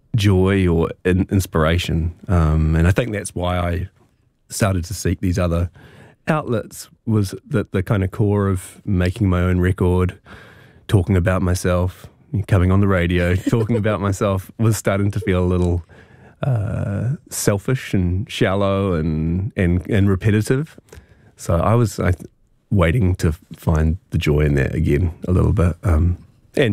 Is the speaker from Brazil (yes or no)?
no; Christchurch, Canterbury, New Zealand; moved away; doing it in my hometown